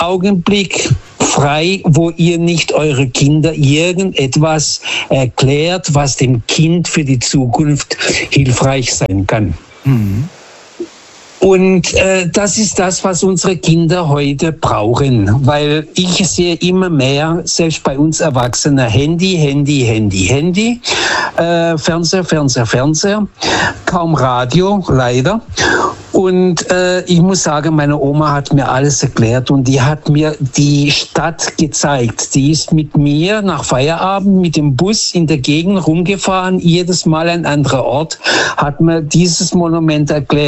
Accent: Lisbon, Portugal; German is a second language; ich komme aus Portugal, aus Lissabon, meine Eltern haben da unten Tag und Nacht gearbeitet

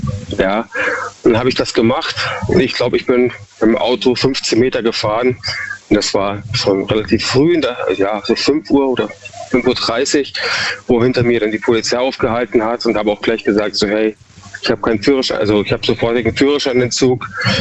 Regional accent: Freiburg, Baden-Württemberg, Germany; Ich bin aus Freiburg.

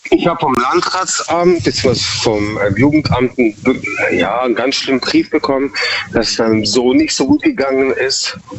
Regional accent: Freiburg, Baden-Württemberg, Germany; Ich bin aus Freiburg.

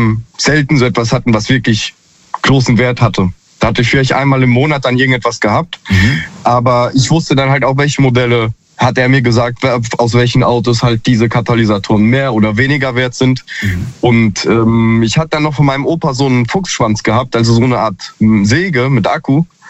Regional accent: Hesse, Germany; Ich bin aus der Ecke ja, zwischen Marburg und Kassel, also Nordhessen.

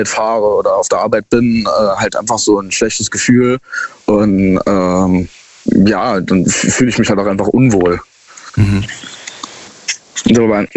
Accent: Saarbrücken, Saarland, Germany; Ich komme aus Saarbrücken.

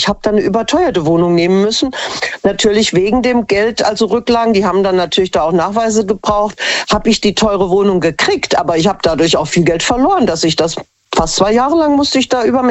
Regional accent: Hesse, Germany; eine Frau kannte ich schon früher von Hessen, wo ich herkomme.

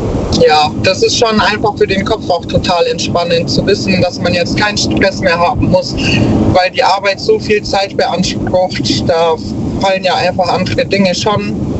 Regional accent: Ulm, Baden-Württemberg, Germany; Ich bin sehr gerne auch in meiner Heimat. Ich bin ja hier in Ulm auch geboren und ich bin super gerne hier

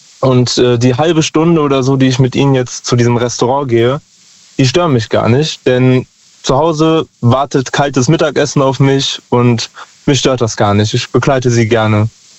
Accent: Lahnstein, Rhineland-Palatinate, Germany; Aus Lahnstein.

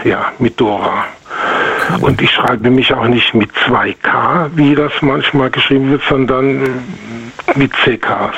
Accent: Baden-Württemberg, Germany; now in Bonn, Germany; Das ist ungefähr 50 Jahre her, bin ich aus dem Rhein-Neckar-Kreis nach Bonn gezogen

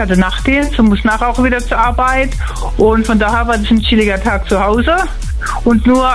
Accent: Rhineland-Palatinate, Germany; moved away as an adult; now in Bellheim, Germany; 2 Orte weiter, in Sonnenheim, ist nicht so bekannt, wohnte mal seit 10 Jahren jetzt hier und haben es auch nicht bereut.

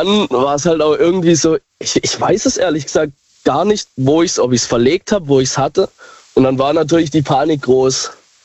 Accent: Baden-Württemberg, Germany; Ich bin aus dem Kreis Heilbronn.

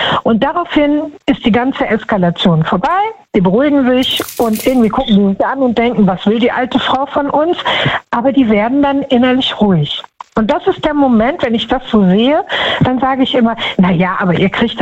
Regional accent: Düsseldorf, North Rhine-Westphalia, Germany; Düsseldorf.

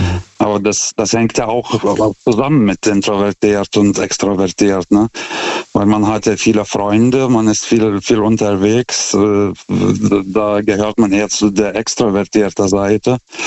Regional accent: Lithuania; now in Germany

